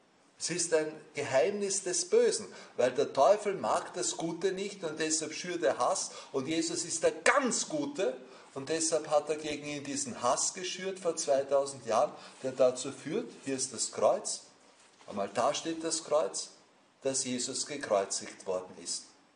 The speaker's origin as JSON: {"language": "German", "country": "Austria", "said": "das liegt bei uns im Osten, Richtung Bratislava, aber noch in Österreich"}